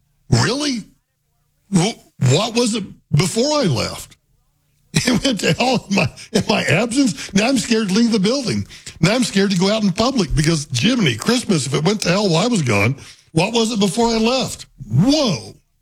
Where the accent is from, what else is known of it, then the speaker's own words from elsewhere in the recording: Oklahoma, United States; now in Denver, United States; Trying to get to my hometown, it's easier just to drive than it is to fly to, I mean, to go to DIA and fly to Liberal, Kansas, and then rent a car and drive down the 40 miles into the Oklahoma Panhandle.